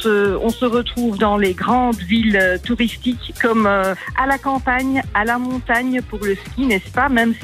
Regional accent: Belgium; je suis belge, donc moi je dis le Luberon.

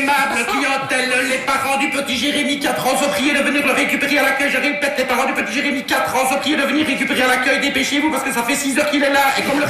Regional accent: Belgium; Je suis belge, je suis en crise.

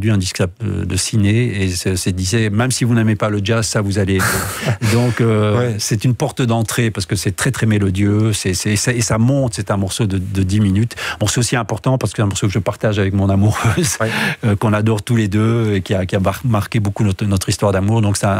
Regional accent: Rome, Lazio, Italy; Voilà, je suis originaire en fait de Rome.

